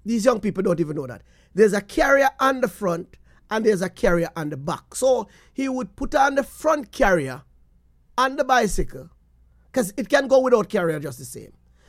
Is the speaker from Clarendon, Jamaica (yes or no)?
yes; Portland Cottage, Clarendon, Jamaica; So, we grew up in Portland Cottage.